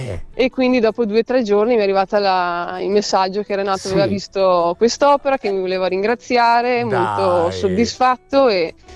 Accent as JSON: {"language": "Italian", "town": "Malo", "region": "Veneto", "country": "Italy"}